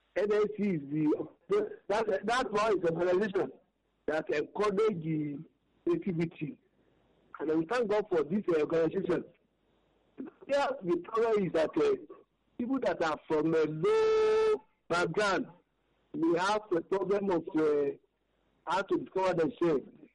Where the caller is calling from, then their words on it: Ibadan, Oyo, Nigeria; I'm from Ibadan.